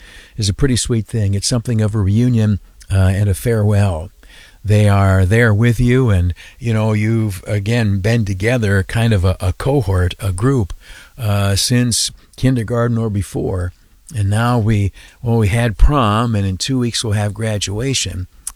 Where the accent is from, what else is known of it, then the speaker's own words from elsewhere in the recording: Canisteo, Steuben County, New York, United States; moved away; my hometown, Canastillo, New York, Steuben County, where I grew up.